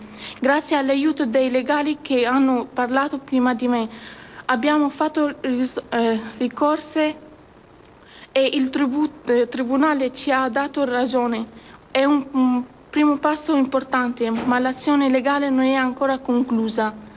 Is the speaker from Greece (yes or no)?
no; Syria; Italian is a second language; now in Italy; sono originaria della Siria. Sono arrivata in Italia insieme alla mia famiglia da più di 8 anni fa. grazie ai corridoi comunitari.